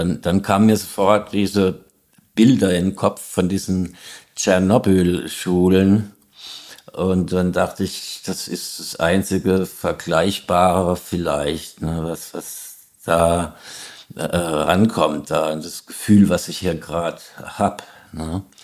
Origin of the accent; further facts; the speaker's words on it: Hesse, Germany; Naja, bei uns gab's halt dieses Kernkraftwerk Biblis in der Nähe, wo ich aufgewachsen bin.